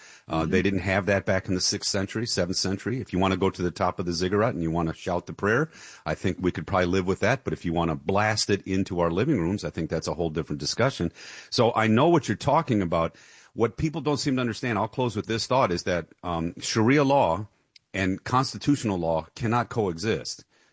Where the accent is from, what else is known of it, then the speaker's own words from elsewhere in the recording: Dearborn, Michigan, United States; I am from Dearborn. My father was a Ford Motor guy. I come from Dearborn. I know what's going on there.